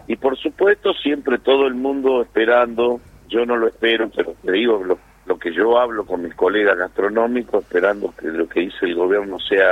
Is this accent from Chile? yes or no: no; Argentina